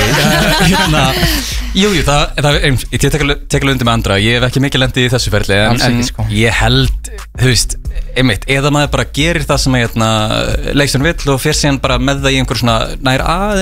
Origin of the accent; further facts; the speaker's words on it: North Iceland, Iceland; ég er að norðan.